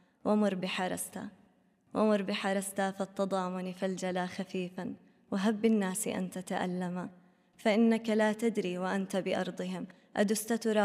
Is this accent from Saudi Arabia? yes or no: no; Jordan; also born or lived in Ramallah, Palestine (ancestry); now in Doha, Qatar; نعم، أنا من الأردن.